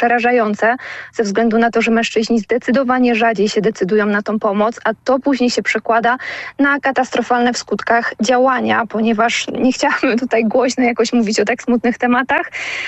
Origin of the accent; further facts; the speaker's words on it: Wrocław, Lower Silesian Voivodeship, Poland; Ja obecnie mieszkam we Wrocławiu i tutaj spędziłam większość swojego życia